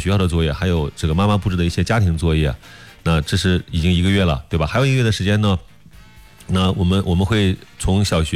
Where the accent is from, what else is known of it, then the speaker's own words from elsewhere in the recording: Anyang, Henan, China; moved away; 因为我老家是安阳的